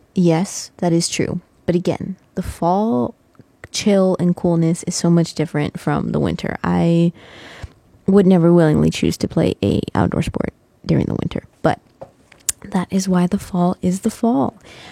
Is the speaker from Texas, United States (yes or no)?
yes; Texas, United States; moved away; I'm from West Texas, so falls are beautiful and summers are summers and winters are not super cold. The harsh cold really doesn't exist where I'm from